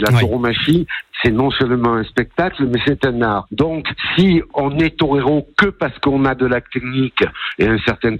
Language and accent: French; Nîmes, Occitanie, France; born there; Vous savez, pour moi, Nîmes, c'est très spécial. Bien sûr, je suis né à Nîmes.